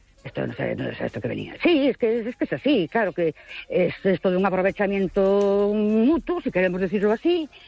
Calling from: Ourense, Galicia, Spain; de Orense

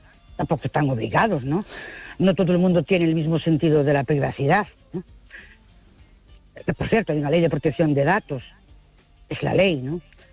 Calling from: Ourense, Galicia, Spain; de Orense, buenas noches.

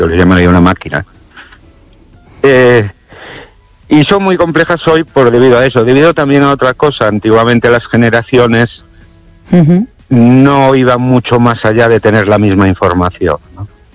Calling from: Ourense, Galicia, Spain; Buenas noches, Esther y oyentes … de Orense.

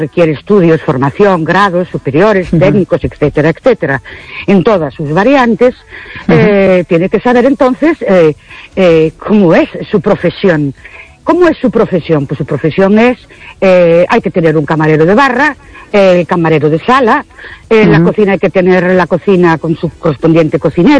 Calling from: Ourense, Galicia, Spain; de Orense.

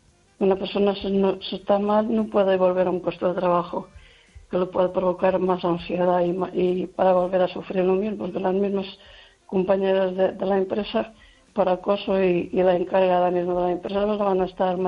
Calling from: Lugo, Galicia, Spain; Buenas noches

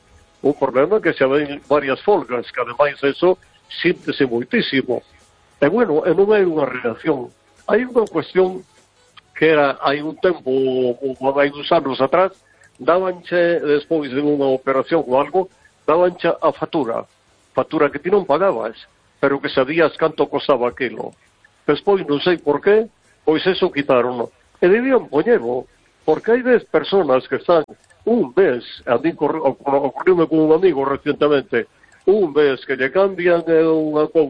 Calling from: Vigo, Galicia, Spain

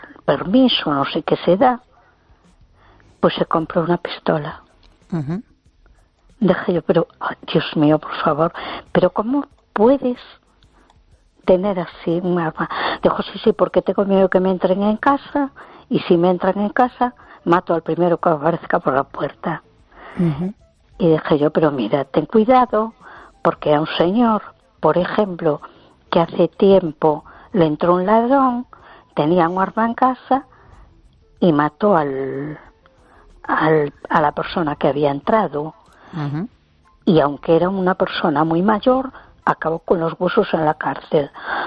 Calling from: A Coruña, Galicia, Spain; de Coruña.

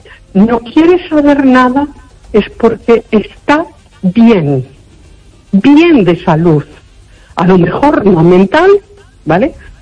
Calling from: Galicia, Spain; De la zona de la Costa de la Morte.

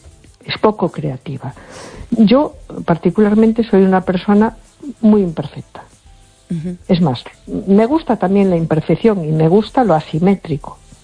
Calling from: A Coruña, Galicia, Spain; Hola, buenas noches. … de Coruña.

